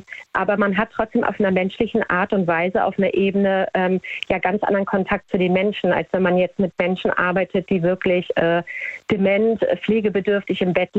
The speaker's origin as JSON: {"language": "German", "region": "Hamburg", "country": "Germany", "said": "Ich komme aus Hamburg"}